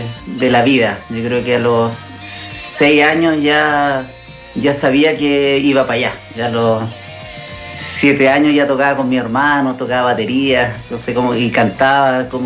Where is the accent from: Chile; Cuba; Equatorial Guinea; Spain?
Chile; Concepción, Biobío; moved away as an adult; now in Santiago, Chile; soy de Concepción